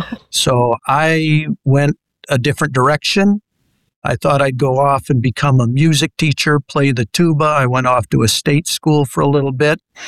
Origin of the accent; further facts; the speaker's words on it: Grand Blanc, Michigan, United States; Both my wife and I grew up in Michigan, grew up in a town called Grand Blanc up mm-hmm. near Flint. And we were at the same church, same school